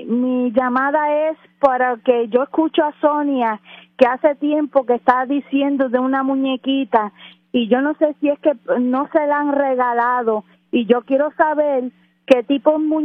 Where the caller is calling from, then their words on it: San Sebastián, Puerto Rico; yo soy de San Sebastián.